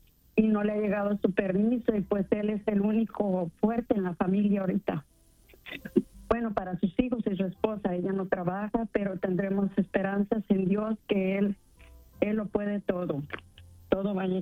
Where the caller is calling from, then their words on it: Kansas, United States; yo estoy acá en Kansas